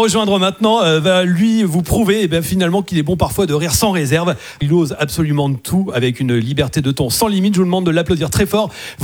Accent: Algeria; Je suis algérien. Je pense pas qu'il y en ait ce soir, d'ailleurs, d'Algériens.

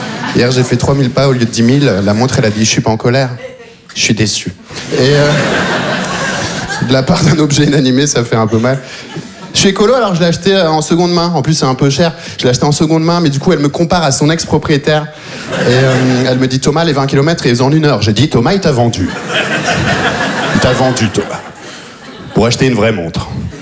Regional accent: Belgium; born or raised there

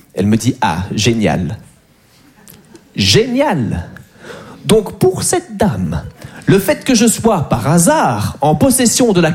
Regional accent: Belgium

